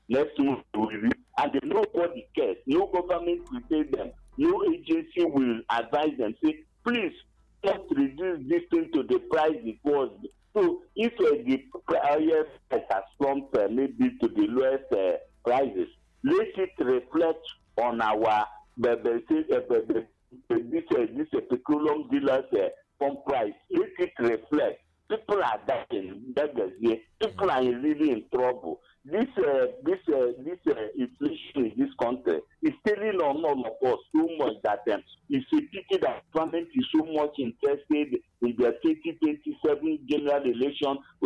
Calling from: Enugu State, Nigeria; I'm calling from Apaske, Enugu.

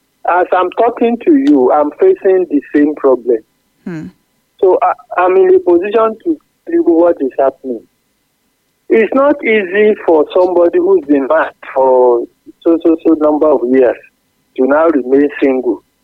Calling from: Apete, Oyo, Nigeria; from Apete.

